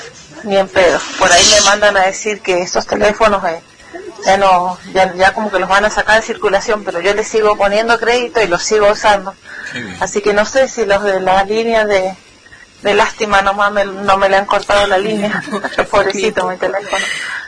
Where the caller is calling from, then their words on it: Malargüe, Mendoza, Argentina; de aquí de Malargüe.